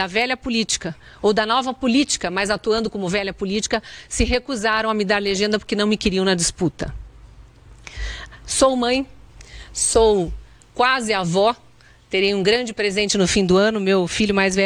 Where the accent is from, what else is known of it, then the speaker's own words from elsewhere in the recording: Curitiba, Paraná, Brazil; sou curitibana, disputei a Prefeitura de Curitiba